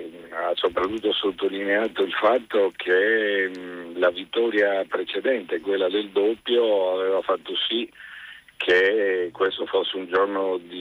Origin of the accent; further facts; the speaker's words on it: Sardinia, Italy; Ma in Sardegna, perché io sono sardo